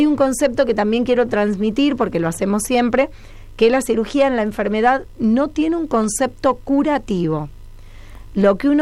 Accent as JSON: {"language": "Spanish", "town": "Rosario", "region": "Santa Fe", "country": "Argentina", "said": "yo soy rosarina"}